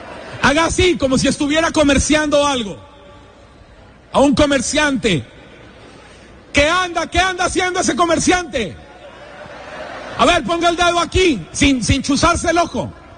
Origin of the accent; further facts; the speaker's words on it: Colombia; vengo desde Colombia, viajé muchísimo para llegar hoy aquí